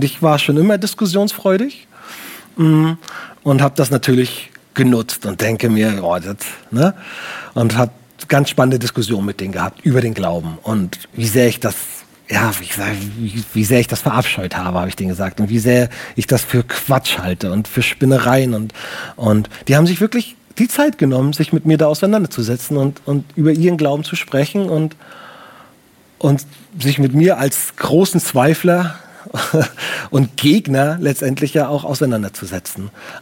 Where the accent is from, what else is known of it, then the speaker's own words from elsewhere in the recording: Baltic coast, Germany; Ich komme aus der Nähe von der Ostsee.